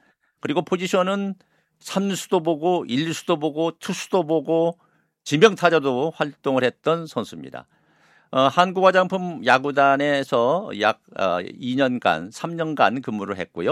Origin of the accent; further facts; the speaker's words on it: Jeonju, North Jeolla, South Korea; born there; 풍남문 옆에. 네, 저도 그 근처에 살았거든요.